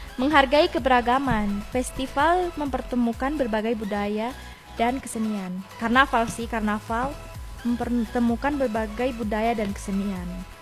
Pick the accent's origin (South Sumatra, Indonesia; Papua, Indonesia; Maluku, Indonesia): Maluku, Indonesia; Ambon; Kalau saya Ambon.